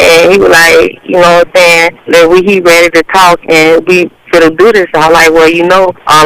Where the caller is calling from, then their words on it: Fort Lauderdale, Florida, United States; I'm calling from Fort Lauderdale.